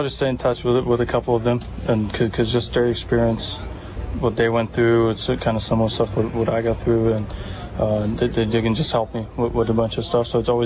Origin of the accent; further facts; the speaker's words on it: Germany; Started with my dad. He played like a semi-professional league in Germany. That's how it started.